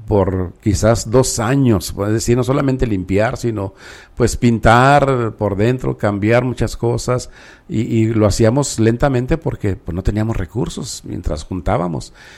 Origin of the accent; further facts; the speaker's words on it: Mexico; yo como buen mexicano